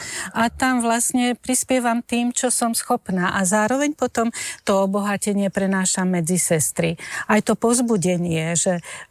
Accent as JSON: {"language": "Slovak", "town": "Veľké Úlany", "region": "Trnava Region", "country": "Slovakia", "said": "Veľké Úlany, okres Galanta."}